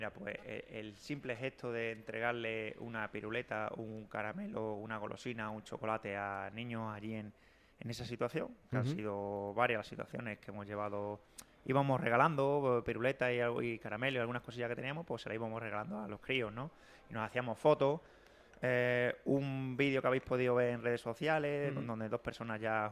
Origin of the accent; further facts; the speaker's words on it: Barbaño, Extremadura, Spain; a mi pueblo Barbaño, que me he criado ahí, que tengo familia y tengo muchísimos amigos.